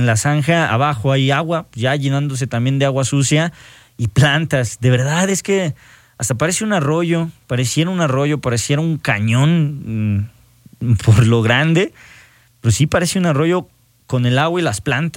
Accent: Mexico

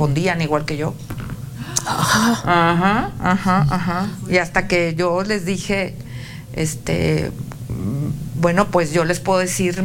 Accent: Mexico; No, no me la creían que yo era mexicana y ellos no decían nada. Yo les decía, digan que soy mexicana

